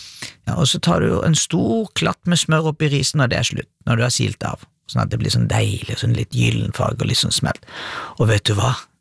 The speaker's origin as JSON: {"language": "Norwegian", "country": "Iran", "said": "det er kanskje bare fordi jeg er iraner, ikke sant?"}